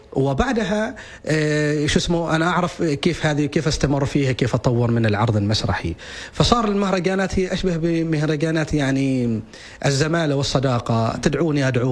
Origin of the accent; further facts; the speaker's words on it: Oman; نحن كعمانيين عندنا إرث،